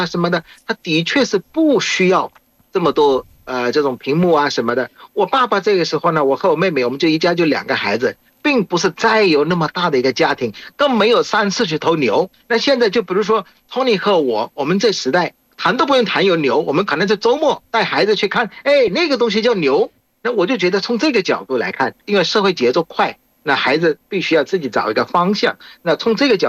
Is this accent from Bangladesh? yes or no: yes; Bangladesh; Chinese is a second language